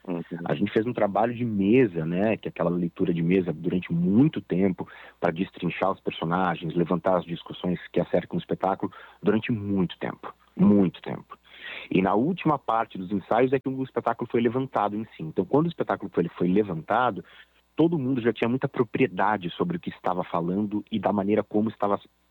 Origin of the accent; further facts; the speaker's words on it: São Paulo, Brazil; moved away as an adult; also born or lived in Rio de Janeiro; eu me mudei para o Rio de Janeiro, sou de São Paulo, para fazer o espetáculo.